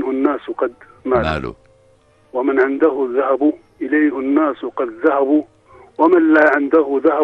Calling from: Aqaba Governorate, Jordan; من محافظة العقبة.

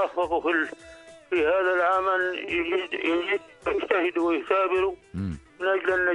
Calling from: Sahab, Amman Governorate, Jordan; بحكي معك من سحاب.

